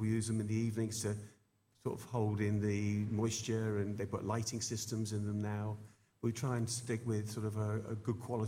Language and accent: English; South East England, United Kingdom; moved away as an adult; now in Mallorca, Spain; I'm originally from between Southampton and Portsmouth.